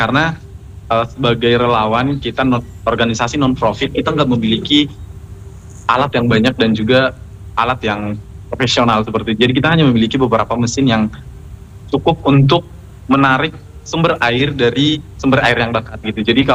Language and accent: Indonesian; Sumatra, Indonesia; moved away; latar belakang saya juga dari indigenous community, saya berasal dari Sumatera yang memiliki hutan dan juga hukum adat seperti itu.